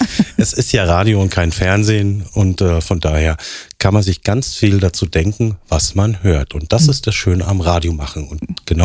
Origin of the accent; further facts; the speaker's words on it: Frankfurt, Hesse, Germany; moved away; Ich komme ja ursprünglich aus Hessen, Frankfurt